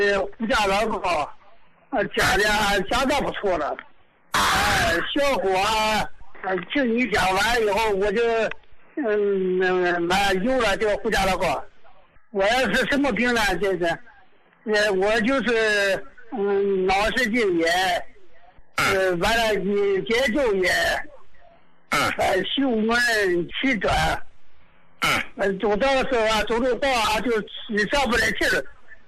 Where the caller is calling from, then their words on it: Dalian, Liaoning, China; 我是大连的。